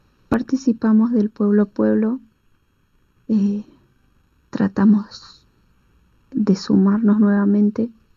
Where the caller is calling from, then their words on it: Pilar, Córdoba, Argentina; Nosotros somos de Pilar, departamento Río Segundo.